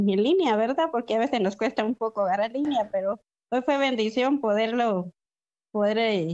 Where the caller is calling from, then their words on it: Guatemala City, Guatemala Department, Guatemala; de la ciudad de Guatemala.